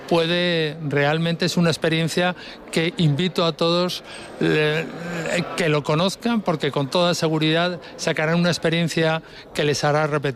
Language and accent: Spanish; Madrid, Community of Madrid, Spain; soy de Madrid, vivo en Madrid.